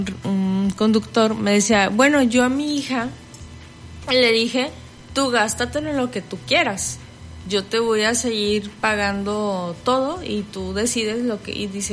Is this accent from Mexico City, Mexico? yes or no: no; Manzanillo, Colima, Mexico; No que yo que soy de Manzanillo y estudio en Cuauhtémoc, en Colima, y allá está mi INE.